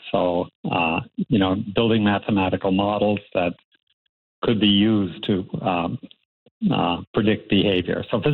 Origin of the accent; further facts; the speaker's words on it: Antigonish, Nova Scotia, Canada; moved away as an adult; also born or lived in Toronto; So I grew up in the town of Antigonish, Highland Drive.